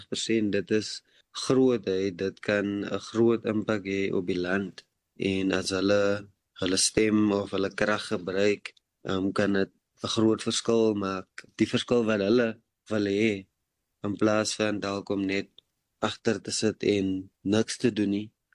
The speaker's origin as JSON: {"language": "Afrikaans", "town": "Port Elizabeth", "region": "Eastern Cape", "country": "South Africa", "tie": "born or raised there", "said": "Ek is van Treberga in die Ooskaap, dit is waar ek groot geword het. Dit was natuurlik Port Elizabeth"}